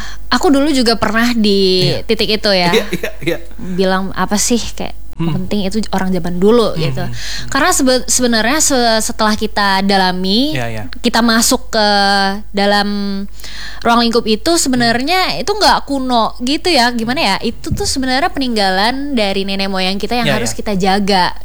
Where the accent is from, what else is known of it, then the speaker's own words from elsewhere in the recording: Central Kalimantan, Indonesia; now in Palangka Raya, Indonesia; Kalau aku asli Kalimantan Tengah dan aku orang Dayak asli.